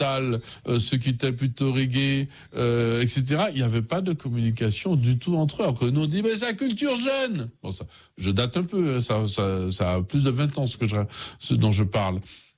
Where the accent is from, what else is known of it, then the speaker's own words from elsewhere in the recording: Martinique; Et tu dis, je suis de la France, la Martinique.